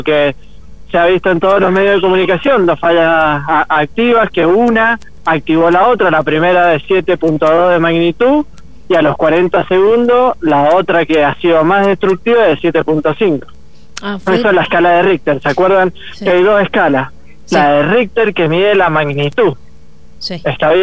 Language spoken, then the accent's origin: Spanish; Mendoza, Argentina; a nosotros como mendocinos nos salieron